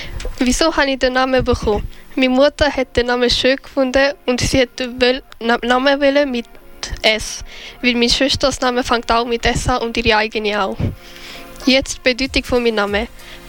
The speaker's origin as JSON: {"language": "German", "country": "Sri Lanka", "said": "Ich komme aus Sri Lanka und meine Religion ist Hindu."}